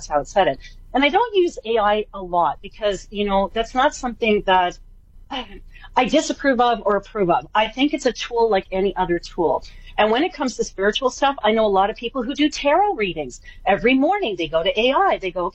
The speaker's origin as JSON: {"language": "English", "country": "Canada", "said": "I'm Canadian."}